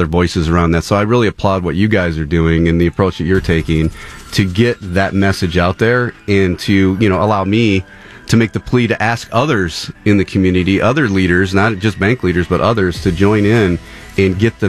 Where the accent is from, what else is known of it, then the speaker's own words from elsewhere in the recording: Michigan, United States; I grew up in Southeast Michigan, been here my entire life. And, you know, my parents both lived in the city of Detroit. If I look out, I could probably see the medical center where I was born at Hutzel Hospital.